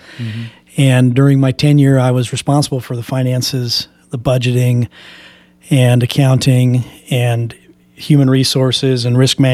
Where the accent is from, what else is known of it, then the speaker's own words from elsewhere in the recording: Yucaipa, California, United States; I'm born and raised in Yucaipa, married to my wife, Sydney, 42 years, and four adult children.